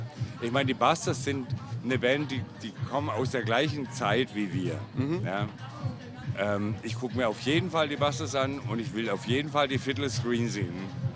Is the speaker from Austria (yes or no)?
no; Stuttgart, Baden-Württemberg, Germany; also wir kommen aus Stuttgart, weil ich bin dort geboren. Da ist meine Heimat, mein Lebensmittelpunkt.